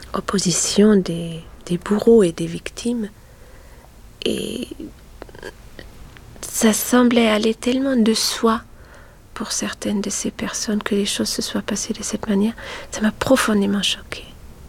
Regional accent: North Rhine-Westphalia, Germany; moved away; J'ai grandi dans la Rhénanie du Nord-Westphalie, près de Münster. C'est à mi-chemin entre Hambourg et Cologne. C'est là que je suis allée à l'école.

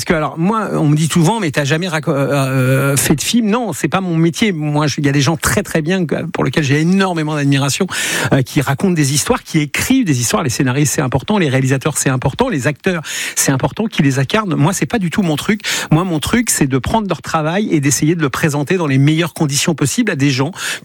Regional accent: Elbeuf, Normandy, France; born or raised there

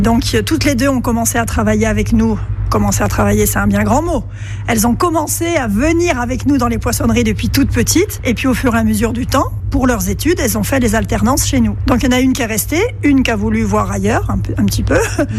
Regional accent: Brittany, France; Je suis bretonne à la base, donc ouais. forcément.

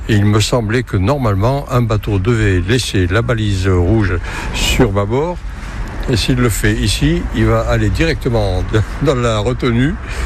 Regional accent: Montpellier, Occitanie, France; Nous sommes originaires du Midi. L'un de Montpellier, en ce qui me concerne.

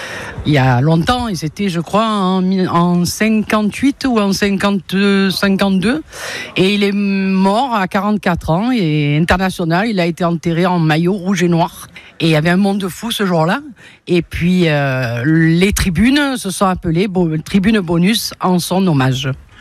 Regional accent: Toulon, Provence-Alpes-Côte d'Azur, France; born there; also born or lived in Évenos; je suis née à Besagne, à Toulon

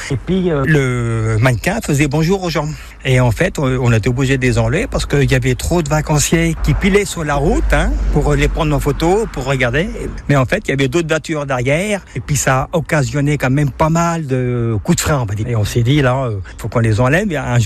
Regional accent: Centre-Val de Loire, France; Je suis du Loir-et-Cher et en fait, tout petit, je ne savais dessiner que des chalets.

